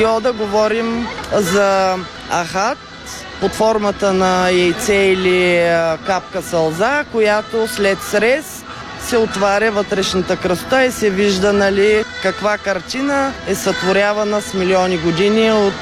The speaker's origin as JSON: {"language": "Bulgarian", "town": "Ezerovo", "region": "Plovdiv Province", "country": "Bulgaria", "tie": "born or raised there", "said": "Ами от малка в моето родно село Езерово имаме кварцова кариера"}